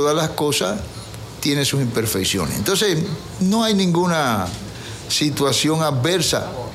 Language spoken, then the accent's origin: Spanish; Cuba; Yo soy cubano.